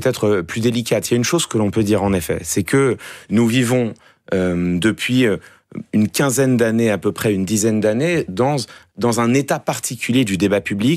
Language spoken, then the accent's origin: French; France; chez nous, en France